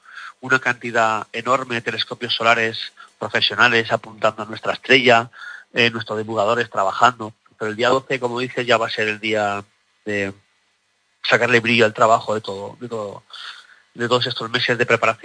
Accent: Valencian Community, Spain; now in Teruel, Spain; Yo soy valenciano, ¿eh?

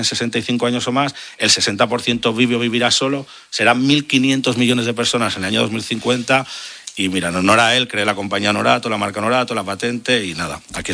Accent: Zaragoza, Aragon, Spain; now in Sitges, Spain; En Siches, somos de Zaragoza, pero vivimos ahí.

